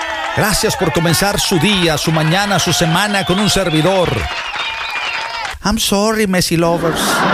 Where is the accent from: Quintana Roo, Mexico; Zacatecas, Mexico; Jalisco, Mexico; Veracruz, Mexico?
Veracruz, Mexico; yo soy de oro, y yo soy Jarocho.